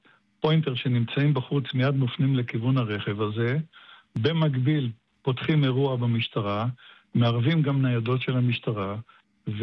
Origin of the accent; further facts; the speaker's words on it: Petah Tikva, Central District, Israel; now in Hod HaSharon, Israel; אני פתח תקוואי במקור.